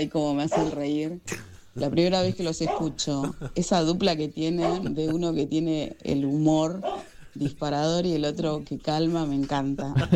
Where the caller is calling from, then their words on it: Santa Clara, Argentina; vivo en Santa Clara.